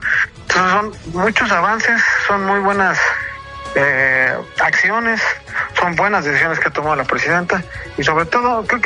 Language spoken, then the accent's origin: Spanish; San Martín Cuautlalpan, State of Mexico, Mexico; yo soy de aquí de San Martín, Cuautlalpan